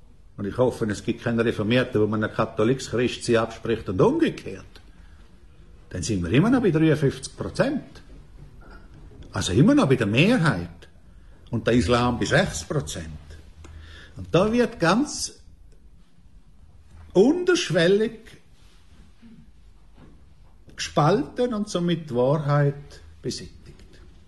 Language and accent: German; Switzerland; ich komme aus Altstetten.